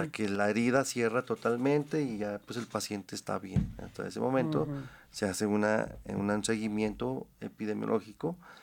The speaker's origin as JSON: {"language": "Spanish", "country": "Mexico"}